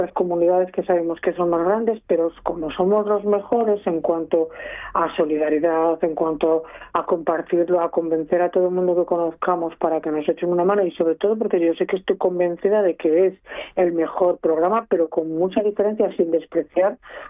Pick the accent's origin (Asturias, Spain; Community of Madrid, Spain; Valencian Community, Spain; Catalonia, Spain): Asturias, Spain; sabes que yo cuando toco que temas de mi tierra, bueno, de la zona donde vivo, que es el suroccidente